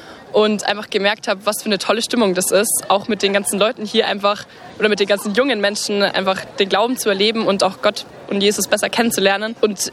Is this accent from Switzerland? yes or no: no; Bavaria, Germany; ich komme aus der Nähe von Regensburg und ich bin hier im Social Media Team.